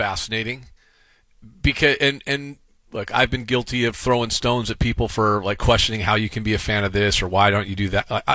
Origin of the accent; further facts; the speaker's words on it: Seattle, Washington, United States; I grew up a Husky fan. I mean, I grew up in Seattle and I grew up a sports fan.